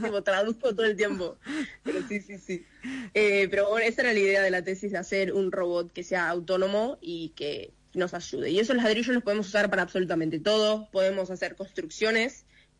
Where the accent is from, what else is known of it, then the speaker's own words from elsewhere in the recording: Argentina; moved away as an adult; now in United States; soy argentina, nací acá, me crecí acá, todo acá, me crié acá y obviamente mis papás, toda mi familia sigue estando en Argentina